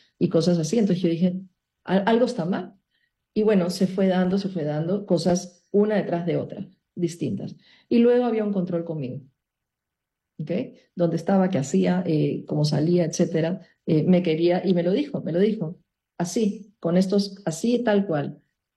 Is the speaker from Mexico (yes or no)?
no; Peru; now in Panama; soy peruana y vivo en Panamá hace 39 años.